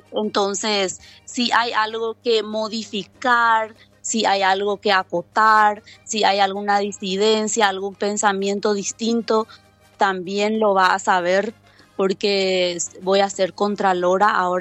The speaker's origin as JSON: {"language": "Spanish", "country": "Paraguay"}